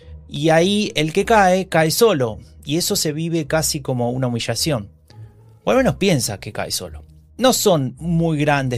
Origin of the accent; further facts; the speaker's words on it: Argentina; moved away; En Argentina, de donde vengo